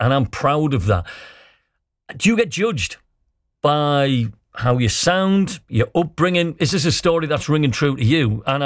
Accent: Trimdon, North East England, United Kingdom; I'm proud from Trimden. I'm proud to have been brought up in a council house.

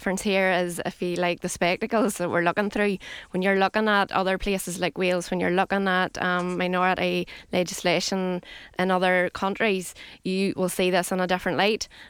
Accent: Ireland; first language Irish; English is a second language; I have the right to say that I live in Ireland, and it is my native language, and I wish to speak it.

